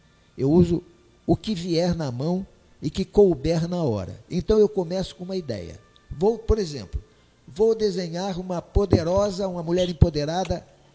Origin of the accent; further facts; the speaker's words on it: Rio de Janeiro, Brazil; born there; moved away as an adult; now in Búzios, Brazil; Nasci no Rio de Janeiro.